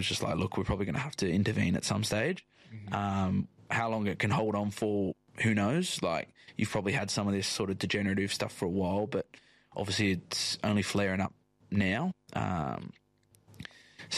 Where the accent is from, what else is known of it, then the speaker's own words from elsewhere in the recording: Western Australia, Australia; also born or lived in England; now in Cottesloe, Australia; I'm proud Australian, proud English.